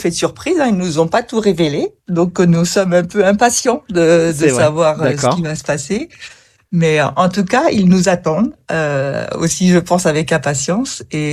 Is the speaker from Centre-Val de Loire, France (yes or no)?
yes; Tours, Centre-Val de Loire, France; Donc, nous, on est de Tours et on a donc décidé de faire un départ déporté depuis Reims.